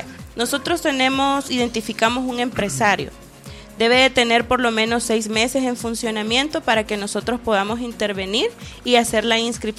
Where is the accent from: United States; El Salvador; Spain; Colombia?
El Salvador; como buen salvadoreño podemos decirlo.